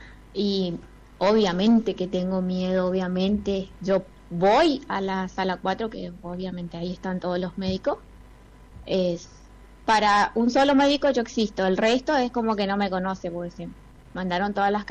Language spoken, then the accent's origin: Spanish; Villa Berthet, Chaco, Argentina